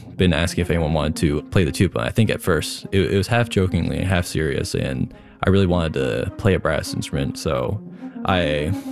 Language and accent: English; Trenton, Maine, United States; I'm 17 years old, and I play the tuba. Growing up in Maine, it's incredible. It's gorgeous there.